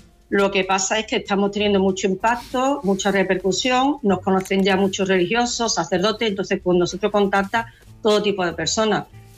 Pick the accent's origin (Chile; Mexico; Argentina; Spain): Spain; Seville, Andalusia; moved away; yo soy de Sevilla.